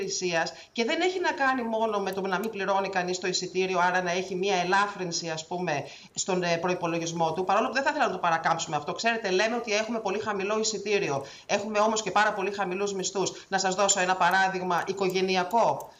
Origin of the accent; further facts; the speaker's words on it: Kallithea, Attica, Greece; εγώ κατάγομαι και μεγάλωσα στην Καλλιθέα